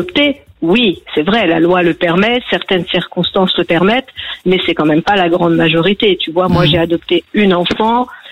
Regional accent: Hauts-de-France, France; Je viens de l'Aisne.

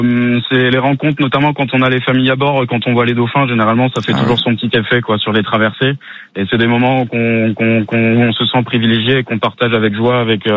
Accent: La Rochelle, Nouvelle-Aquitaine, France; moved away as an adult; now in Var, France; Je suis originaire de La Rochelle

